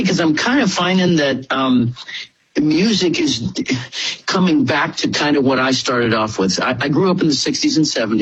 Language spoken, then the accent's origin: English; Leavenworth, Kansas, United States; I love my hometown. It's a very special town. It didn't grow like crazy like all the other towns did.